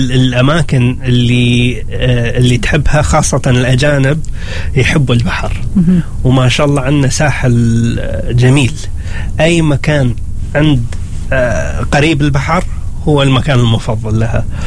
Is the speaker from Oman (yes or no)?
yes; Oman; انا كعماني